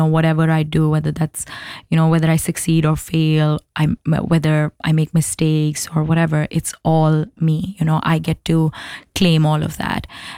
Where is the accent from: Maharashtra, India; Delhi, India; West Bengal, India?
Delhi, India; New Delhi; moved away; Because another thing about like living in India, and I'm from New Delhi